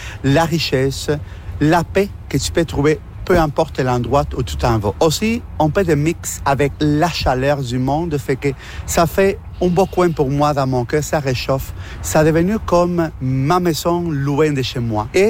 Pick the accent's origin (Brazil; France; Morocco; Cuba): Cuba; moved away as an adult; now in Abitibi-Ouest, Canada; Je viens de Cuba. 3 ans et demi déjà en Abitibi-Ouest.